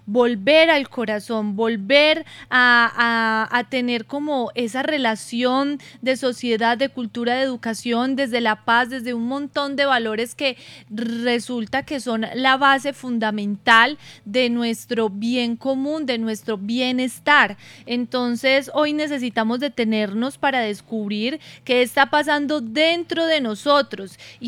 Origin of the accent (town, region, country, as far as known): Antioquia, Colombia